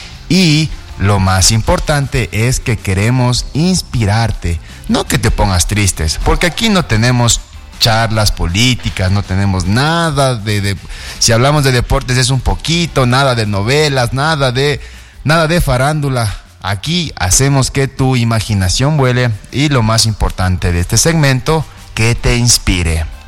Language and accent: Spanish; Ecuador